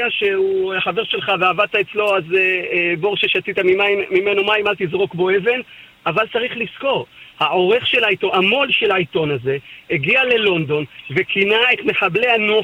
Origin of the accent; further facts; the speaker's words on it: Ashkelon, Southern District, Israel; born there; כן, כן, באשקלון, בגבעת ציון, השכונה שבה נולדתי.